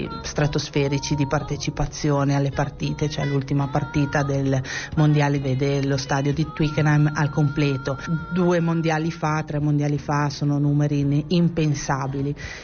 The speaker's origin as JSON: {"language": "Italian", "region": "Liguria", "country": "Italy", "also_born_or_lived": "Mantua", "moved": "as an adult", "said": "E poi mi sono trasferita a Mantova, perché io sono ligure, per ragioni di studio"}